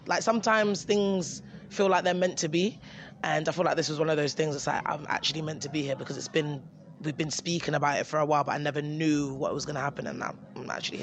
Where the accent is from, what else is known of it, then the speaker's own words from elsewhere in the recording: London, United Kingdom; I'm from London, and there's many different cultures in London and different people